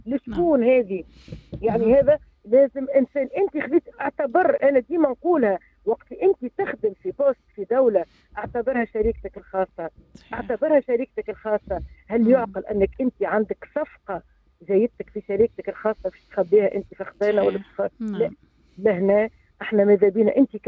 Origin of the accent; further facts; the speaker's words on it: Tunisia; حتى مش انا اليوم تونسي نعرف،